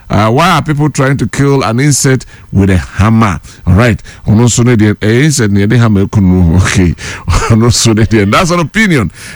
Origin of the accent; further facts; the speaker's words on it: Kumasi, Ashanti, Ghana; from Bantama in the Senate West District.